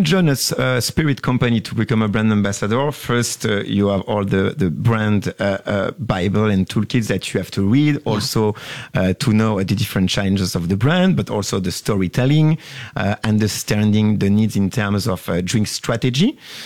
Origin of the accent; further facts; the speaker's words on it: Belgium; English is a second language; moved away as an adult; also born or lived in France / Brussels, Belgium; now in Southeast Asia; So I stayed there for 5 years, but I joined Belgium a long time ago, actually, when I was 7 years of age. I'm originally from France.